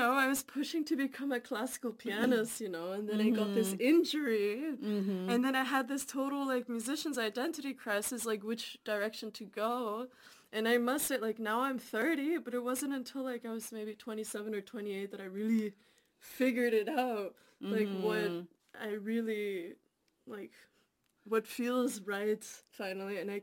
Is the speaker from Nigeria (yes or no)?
no; Canada; Oh, where are you from? Oh yeah, I'm Canadian. Oh no, where are you actually? I'm Kurdish.